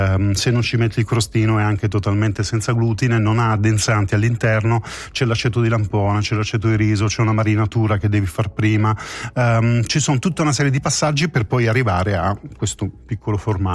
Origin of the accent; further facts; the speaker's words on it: Apulia, Italy; born there; Io però sono nato in Puglia